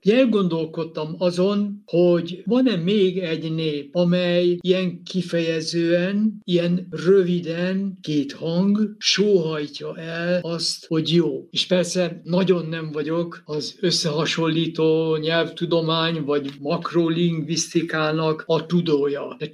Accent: Hungary; Persze magyarként biztos, hogy elfogult is vagyok.

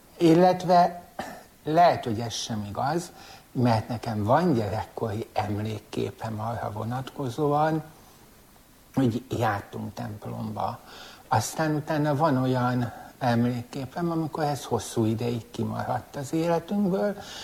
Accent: Szigethalom, Pest, Hungary; Nagyközségbe születtem, ma már város. Szigetharmon nőttem föl.

